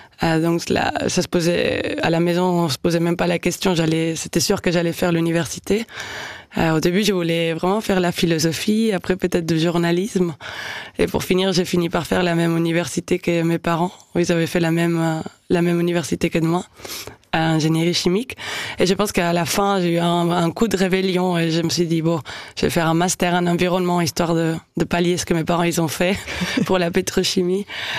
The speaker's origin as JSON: {"language": "French", "country": "Spain", "also_born_or_lived": "Marseille", "moved": "as an adult", "lives_now": "Switzerland", "said": "venant surtout d'Espagne, il y a une telle culture du vin"}